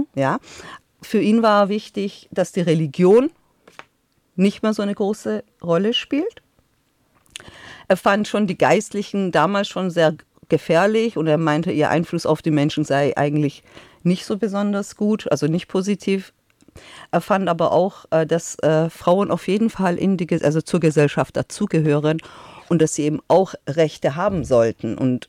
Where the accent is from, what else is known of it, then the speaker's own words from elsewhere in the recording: Tehran, Tehran Province, Iran; German is a second language; now in Germany; Ich bin als Kind aufgewachsen im Iran. Meine Kindheit war eigentlich eine sehr schöne Kindheit. Also ich bin in der Hauptstadt geboren.